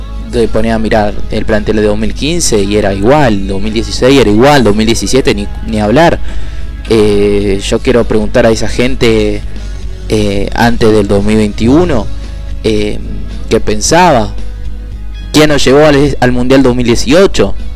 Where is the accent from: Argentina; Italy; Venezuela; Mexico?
Argentina; somos argentinos